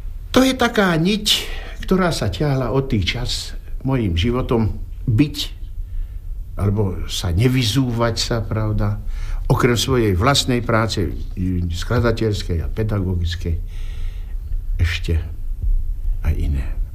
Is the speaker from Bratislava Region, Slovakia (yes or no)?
no; Banská Bystrica, Banská Bystrica Region, Slovakia; Tak môj rodný kraj, tak tá Banská Bystrica, ten rodný kraj, to človek už nepozná.